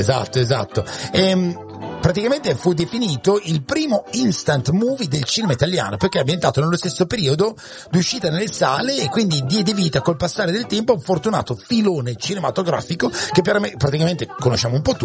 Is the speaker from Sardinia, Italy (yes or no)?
no; Vigo di Fassa, Trentino-Alto Adige, Italy; Io sono cresciuto a Vigo di Fassa, e che sono Corvara di Badia, i posti dove si andava a sciare spessissimo